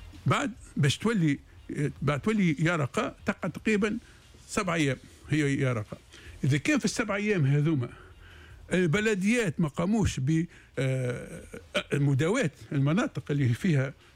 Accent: Tunisia; احنا عندنا في تونس 264 مائده مائيه سطحيه حسب وزاره الفلاحه

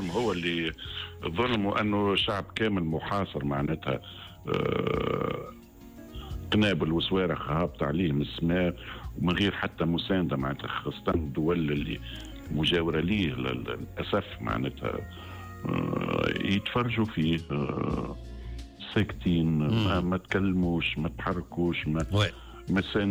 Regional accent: Tunisia; انا الشعب التونسي انا تونسي ونحب الشعب التونسي

